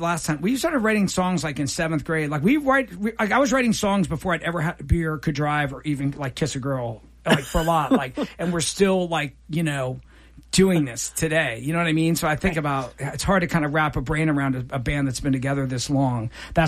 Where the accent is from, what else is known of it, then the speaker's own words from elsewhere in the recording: Columbus, Ohio, United States; we grew up in Columbus, Ohio, right?